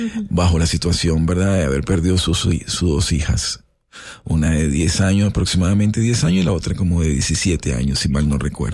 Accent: Venezuela; moved away; Como venezolano, primero, yo estoy viviendo acá una situación muy difícil también, porque desde acá no puedo ir a abrazar a mis seres queridos, porque tampoco es fácil viajar a Venezuela.

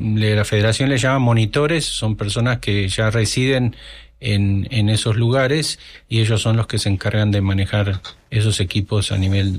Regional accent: Argentina; now in Costa Rica; Yo ya jugaba en Argentina, el país de donde vengo, en mi infancia

